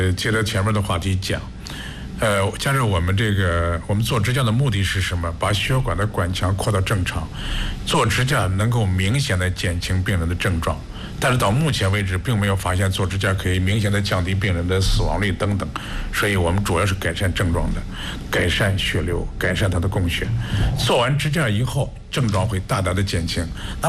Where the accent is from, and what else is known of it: China